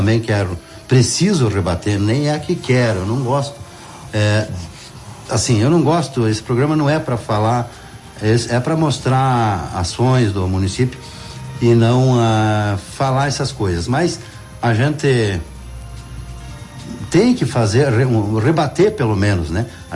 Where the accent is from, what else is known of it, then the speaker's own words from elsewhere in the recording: Machado, Minas Gerais, Brazil; Que eu vim do Machado, eu gosto de falar isso, e é verdade, né?